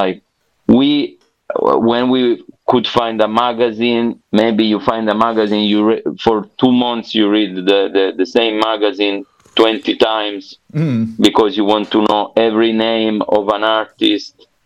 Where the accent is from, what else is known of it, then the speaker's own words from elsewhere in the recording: Southern Italy, Italy; I was also very far, I mean, the Deep South, like Ahmed, who is, we are both from the Deep South. And it's not like being in Milan, you know.